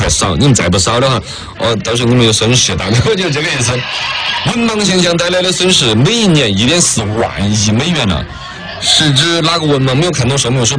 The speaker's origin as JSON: {"language": "Chinese", "country": "China", "said": "我们中国人是有这个观念的"}